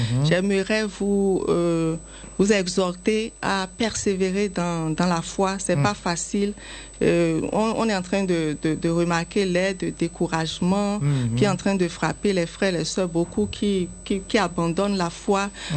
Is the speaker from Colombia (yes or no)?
no; Parakou, Borgou, Benin; moved away as an adult; also born or lived in Ethiopia; now in Abidjan, Côte d'Ivoire; J'ai passé une bonne partie de mon enfance à Parakou.